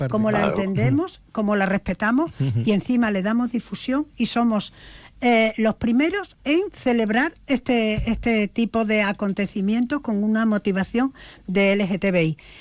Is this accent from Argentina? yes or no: no; Badajoz, Extremadura, Spain; Fijaros cómo somos los de Badajoz